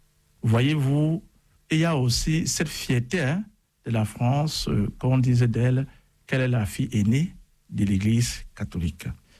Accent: Cameroon; Et comme il vient de dire, chez nous, au Cameroun, aujourd'hui, c'est férié.

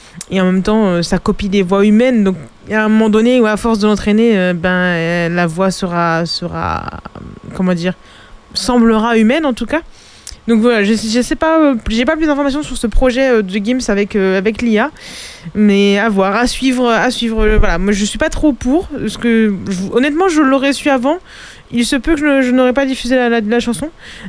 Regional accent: France; On est français

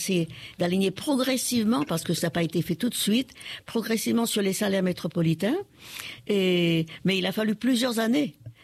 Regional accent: Réunion; je suis née française et j'aimerais bien mourir française. Voilà. Je suis réunionnaise et je ne le renie pas. Je suis. Voilà, mes ancêtres sont venus d'ailleurs, comme tous les habitants de la Réunion

